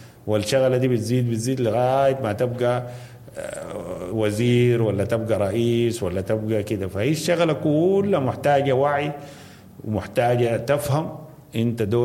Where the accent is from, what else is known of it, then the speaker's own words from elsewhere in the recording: Sudan; ده وقت إنه إحنا كسودانيين نقيف ونشوف أنا كسوداني الحاجة اللي بسويها غلط